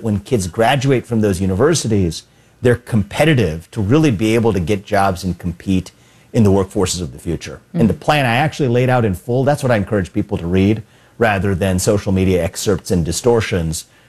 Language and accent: English; Cincinnati, Ohio, United States; in Cincinnati, my hometown, Cincinnati public schools were closed for 2 years during the pandemic